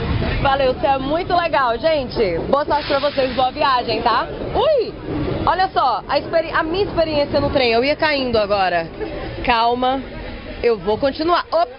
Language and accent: Portuguese; Fortaleza, Ceará, Brazil; moved away; Eu também não perdi o sotaque, eu sou lá do Ceará, Fortaleza.